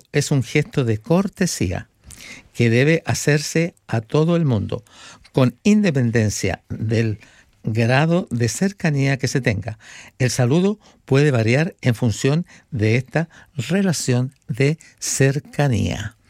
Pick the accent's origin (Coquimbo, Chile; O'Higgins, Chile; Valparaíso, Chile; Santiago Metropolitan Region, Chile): Santiago Metropolitan Region, Chile; Santiago; moved away; nosotros los que somos de Santiago, somos santiaguinos.